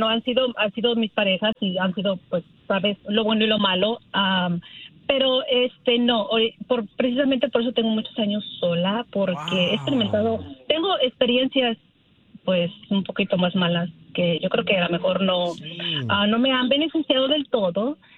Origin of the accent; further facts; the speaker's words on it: Jalisco, Mexico; Me gustan mucho de Jalisco, porque yo soy de Jalisco.